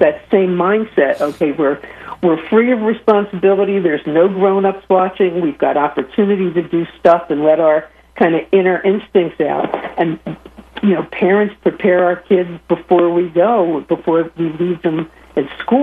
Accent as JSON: {"language": "English", "town": "Philadelphia", "region": "Pennsylvania", "country": "United States", "said": "I'm a Philadelphian"}